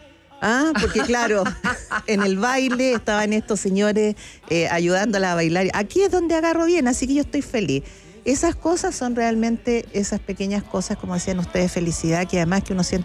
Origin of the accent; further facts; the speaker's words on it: Chile; nosotros empezamos a viajar como chilenos también hace poco.